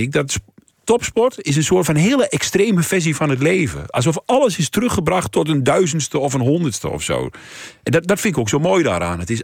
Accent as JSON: {"language": "Dutch", "town": "Glanerbrug", "region": "Overijssel", "country": "Netherlands", "tie": "born or raised there", "said": "ik kom uit Glanerbrug, klein dorpje van niks eigenlijk, tussen Enschede en Duitsland."}